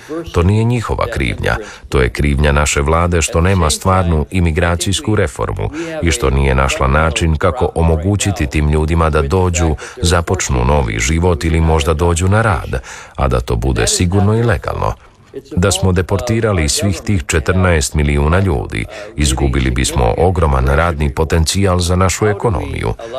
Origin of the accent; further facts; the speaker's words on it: Croatia; now in United States; ne samo kao Amerikanac, nego kao imigrant iz Hrvatske i također iz imigrantske obitelji koja se našla u drugoj zemlji zbog Prvog svjetskog rata